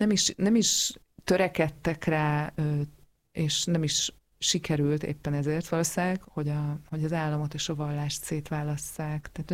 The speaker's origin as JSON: {"language": "Hungarian", "country": "Hungary"}